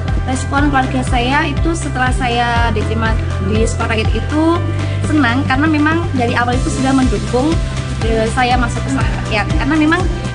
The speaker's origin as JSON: {"language": "Indonesian", "town": "Pacitan", "region": "East Java", "country": "Indonesia", "said": "Saya dari Kabupaten Pacitan, Kecamatan Arjosari."}